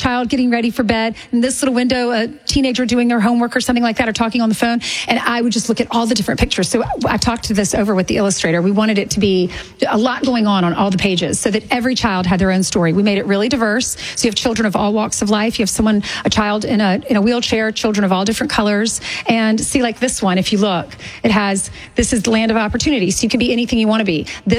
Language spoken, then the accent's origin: English; South Carolina, United States; I remember I grew up in South Carolina, and we would go to the battle at Cowpens.